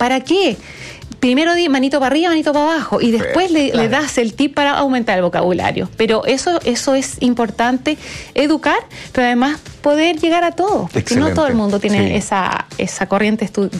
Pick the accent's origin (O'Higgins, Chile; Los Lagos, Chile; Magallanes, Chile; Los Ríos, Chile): Los Ríos, Chile; Valdivia; born there; en Valdivia, que es mi ciudad, yo nací en Valdivia, mi familia es de allá